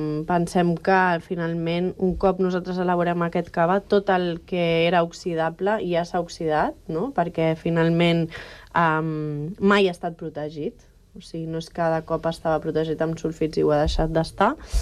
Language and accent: Catalan; Alella, Catalonia, Spain; l'ella, que és d'on soc jo